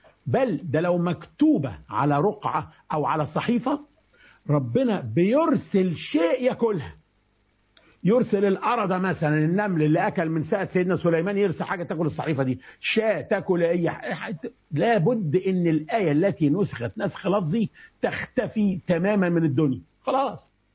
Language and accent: Arabic; Egypt; ما انا مصري وبقرا بورش اللي هي منتشره في المغرب مش في مصر